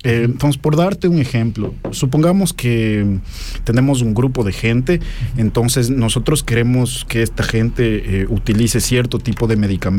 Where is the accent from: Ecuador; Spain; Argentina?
Ecuador; moved away as an adult; now in Switzerland; soy de Ecuador. Soy soltero. Bueno, ya vivo casi 4 años en Suiza. Antes también tuve la oportunidad de vivir en Berna.